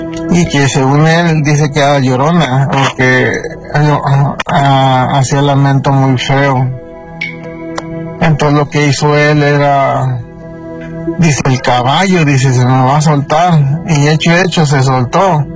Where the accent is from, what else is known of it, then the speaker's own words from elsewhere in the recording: San Luis Potosí, Mexico; Yo vengo de, soy nativo de San Luis Potosí.